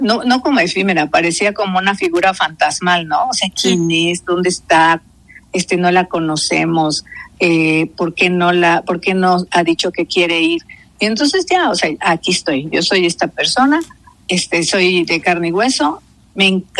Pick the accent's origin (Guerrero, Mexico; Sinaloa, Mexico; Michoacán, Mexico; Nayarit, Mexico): Guerrero, Mexico; moved away; hoy empiezo regresando en donde yo dejé mi semilla, mi ombligo y mi corazón, que es mi patria chica y que es Guerrero.